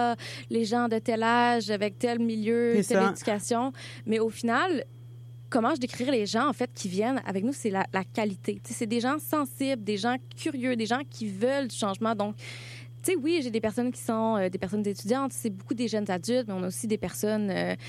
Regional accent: Quebec, Canada; Moi, je viens de Montérégie, de comme, autour de nous, c'est juste des champs de maïs.

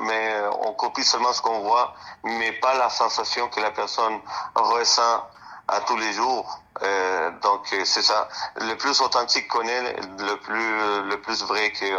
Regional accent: Chile; moved away; Je viens du Chili.

